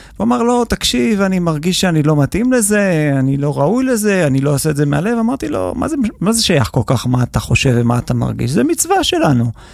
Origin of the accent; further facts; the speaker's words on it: Ra'anana, Central District, Israel; כן, אז גדלתי ברעננה, בבית מסורתי, לא דתי בכלל.